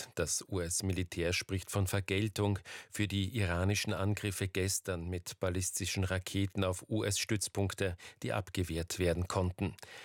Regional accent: Austria; Zum Thema Trockenheit und Waldbrandgefahr bei uns in Österreich

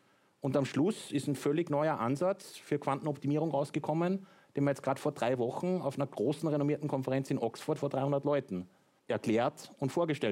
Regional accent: Hagenberg, Upper Austria, Austria; born or raised there

